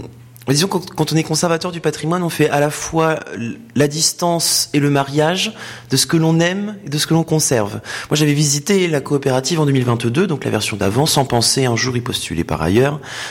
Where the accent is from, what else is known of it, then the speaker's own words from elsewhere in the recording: the north of France, France; accent: pointu; moved away; also born or lived in Paris / Saintes; moi je viens du nord de la France, hein, j'ai l'accent pointu. Et puis ensuite, bah je suis descendu au fur et à mesure du temps à Paris pour aller faire notamment mes études de droit et histoire de l'art à l'école du Louvre et à Paris 11.